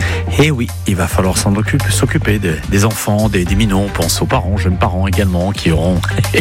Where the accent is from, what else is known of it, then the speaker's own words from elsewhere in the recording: Provence-Alpes-Côte d'Azur, France; accent: Provençal hinterland; Oui, je reprends mon accent de l'arrière-pays provençal quand il s'agit d'aller prendre un bain dans le lac du Verdon.